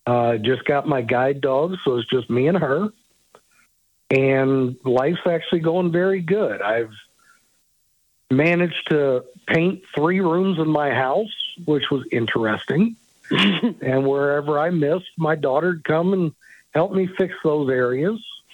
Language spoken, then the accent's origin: English; St. Charles, Missouri, United States; I grew up in St. Charles, even though my dad's side of the family is all from Troy, and my mom's side is from Old Monroe.